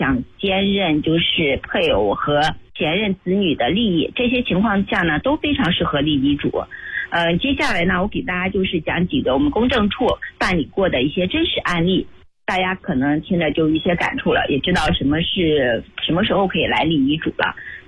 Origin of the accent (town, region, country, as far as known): China